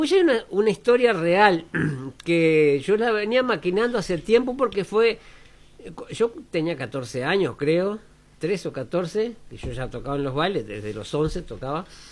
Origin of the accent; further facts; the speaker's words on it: Batoví, Tacuarembó, Uruguay; born there; yo nací en Batoví, fui de los mis hermanos, fui el único que nací en Batoví. Eran ranchos también de terrón y paja.